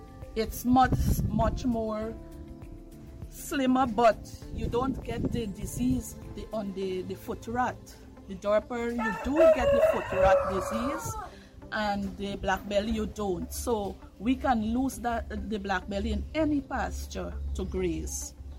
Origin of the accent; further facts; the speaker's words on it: Mahaica-Berbice, Guyana; I'm from Lovely Lass, West Coast Corbis, Region 5. I'm a farmer who mind sheep